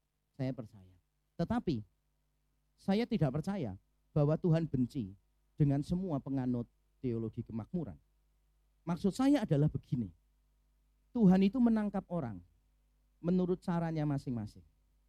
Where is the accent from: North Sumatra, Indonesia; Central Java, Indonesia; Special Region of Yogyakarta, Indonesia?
Central Java, Indonesia; Semarang; Besok papa ke Surabaya, saya berasal dari Semarang.